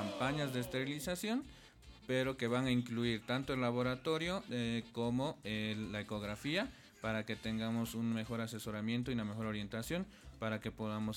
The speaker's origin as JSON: {"language": "Spanish", "town": "Sucre", "region": "Chuquisaca", "country": "Bolivia", "tie": "born there", "moved": "yes", "said": "siempre recuerdo a mi amado Sucre, yo soy"}